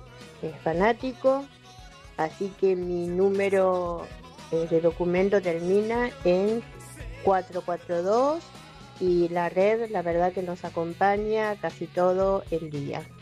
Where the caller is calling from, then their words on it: Nueva Pompeya, Buenos Aires, Argentina; Buenas noches … de Nueva Pompeya.